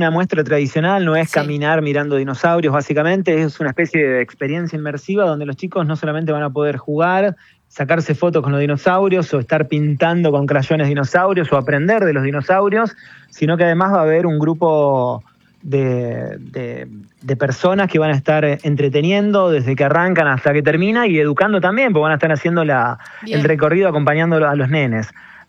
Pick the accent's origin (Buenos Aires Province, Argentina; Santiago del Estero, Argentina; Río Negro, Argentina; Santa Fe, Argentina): Santa Fe, Argentina; San Lorenzo; No soy de Buenos Aires, soy de una ciudad cercana a Rosario, más allá que Rosario la amo con toda mi alma, sí. Soy de una ciudad llamada San Lorenzo